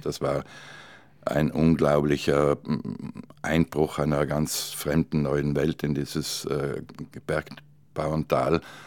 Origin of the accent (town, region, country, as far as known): Trentino-Alto Adige, Italy